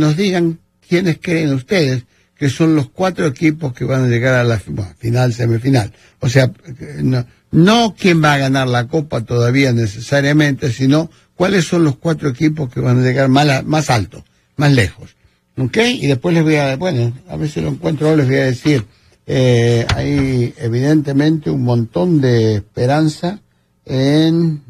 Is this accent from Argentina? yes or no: yes; Argentina; Yo como argentino estoy celebrando, maravilloso